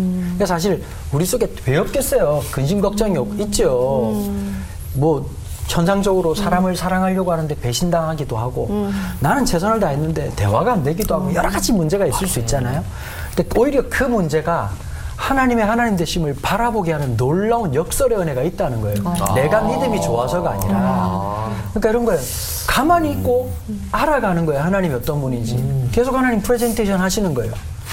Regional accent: Songjeong, Busan, South Korea; 제가 초등학교 들어가기 전까지 해운대 옆에 있는 송정에서 자랐어요. 근데 이제 할아버지 할머니 밑에 자랐는데.

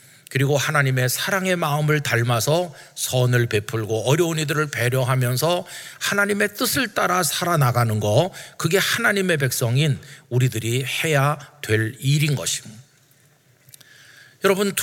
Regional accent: South Korea; 지금 우리는 대한민국이라는 나라 그 국민으로 살고 있습니다.

